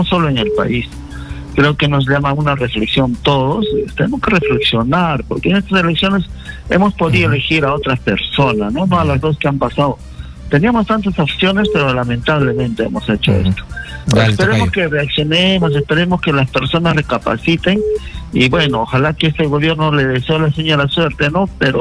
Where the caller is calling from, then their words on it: Lima, Peru; de acá de San Juan de Lurigancho.